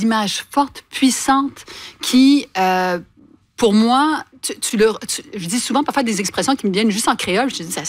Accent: Quebec, Canada; born there; je suis née au Québec de parents haïtiens

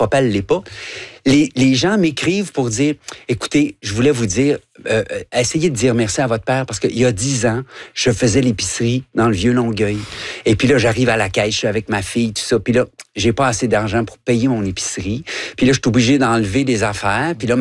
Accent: Guadeloupe; Ça vient un peu de la Guadeloupe, mais quand j'étais jeune en Guadeloupe, c'est que je travaillais sur une plage.

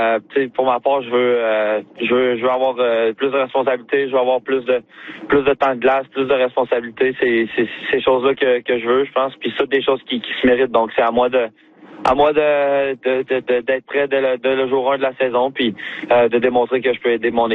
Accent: Quebec, Canada; Comme t'as dit, en tant que Québécois, de jouer pour le Canadien, c'est spécial.

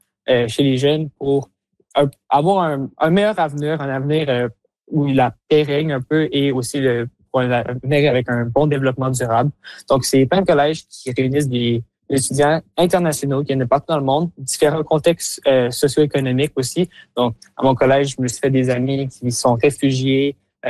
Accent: Quebec, Canada

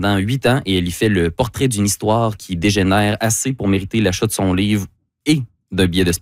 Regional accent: Quebec City, Quebec, Canada; Ça s'en vient par la suite chez nous, à Québec, oui.

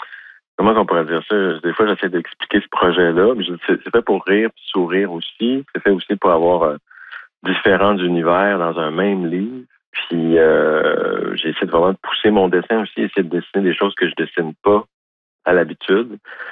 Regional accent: Quebec, Canada; accent: Québécois; Mais je voulais vraiment te donner le langage québécois. Pour moi, c'est important

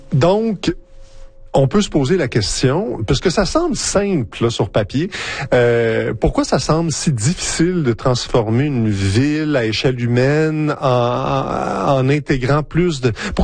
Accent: Montreal, Quebec, Canada; parce que moi je viens de Montréal

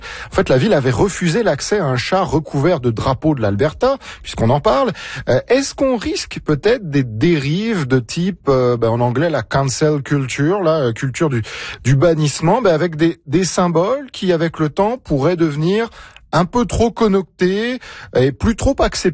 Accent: France; moved away; moi, en tant que Français

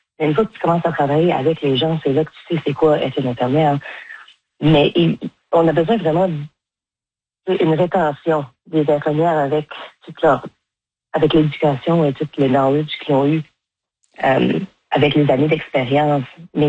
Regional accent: Manitoba, Canada; accent: Manitoba French; Mais je trouve que mon accent est proche assez bien du Manitoba.

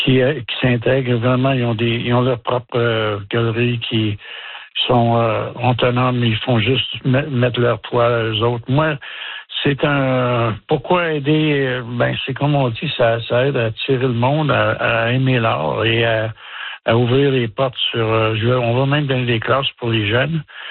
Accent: Montreal, Quebec, Canada; j'ai grandi à Montréal

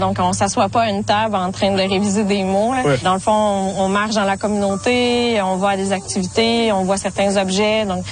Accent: Odanak, Quebec, Canada; Oui, j'ai grandi à Odanak.

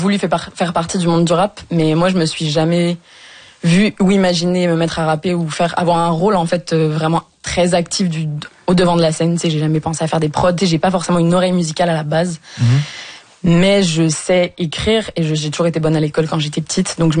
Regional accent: Poitiers, Nouvelle-Aquitaine, France; Moi, j'ai grandi à Poitiers. Au collège, on écoutait énormément de rap dans la cour de récré.

